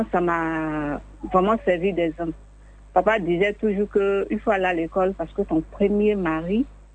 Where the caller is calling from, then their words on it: Abidjan, Côte d’Ivoire; J'appelle de Yopougon.